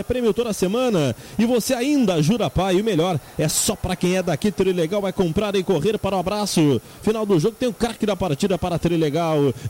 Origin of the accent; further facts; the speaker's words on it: Dona Francisca, Rio Grande do Sul, Brazil; sou gaúcho de Dona Francisca, região central do Rio Grande do Sul.